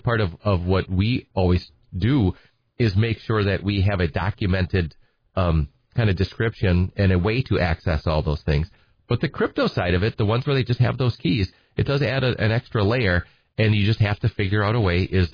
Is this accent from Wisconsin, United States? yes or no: yes; Edgar, Wisconsin, United States; also born or lived in Minneapolis, Minnesota; now in Wausau, United States; I'm from Edgar originally, and, you know, good hometown Wisconsin Badger. My undergrad is from Madison, but I'm from Edgar. I wanted to see what it was like to live in a big city.